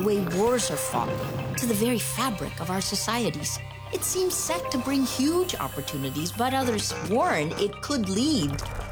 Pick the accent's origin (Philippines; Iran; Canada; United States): Philippines; I'm a journalist from the Philippines.